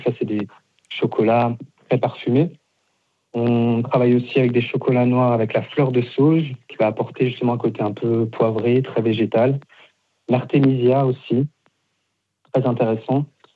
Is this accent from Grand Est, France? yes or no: yes; Grand Est, France; L'aspérule odorante, c'est une fleur qui pousse chez nous. Moi, je suis d'Alsace.